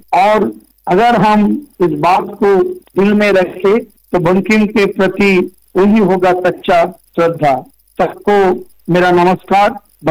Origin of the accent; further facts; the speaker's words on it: Murshidabad, West Bengal, India; ये मेरे लिए गर्व की बात है कि मैं मुर्शिदाबाद जिला से बिलोंग करता हूँ।